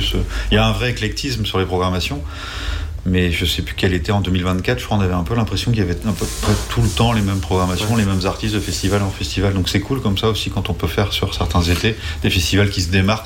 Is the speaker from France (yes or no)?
yes; Brittany, France; Enfin, on se moque souvent en tant que breton du nom des festivals